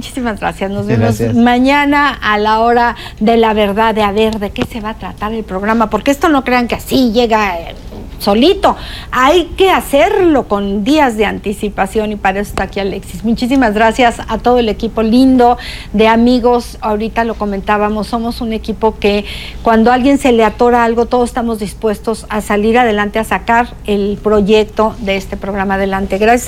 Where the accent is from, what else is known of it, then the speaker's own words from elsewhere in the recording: Mexico; Somos únicos los mexicanos.